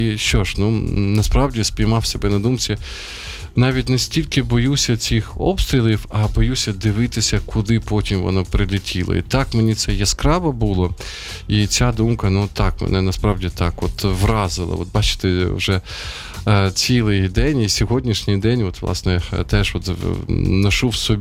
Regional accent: Sumy, Sumy Oblast, Ukraine; відкрив новини і подивився, що моє рідне місто, Суми, теж бомбардували.

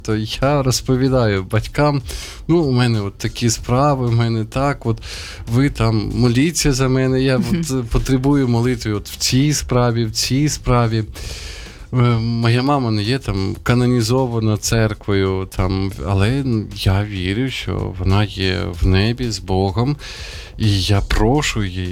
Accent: Sumy, Sumy Oblast, Ukraine; буквально тільки вчора повернувся ввечері із Сум, моє рідне місто, там мої батьки також поховані.

